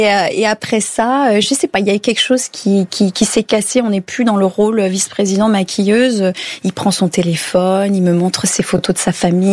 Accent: France; now in United States; Il me pose plein de questions, il voit que je suis française, ça fait combien de temps que vous êtes là, ainsi de suite.

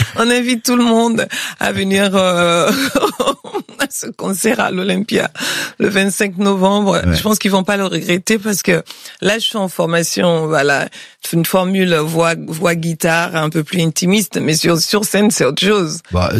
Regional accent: Mali; c'est des sonorités que j'ai grandi avec au Mali, mais en version traditionnelle.

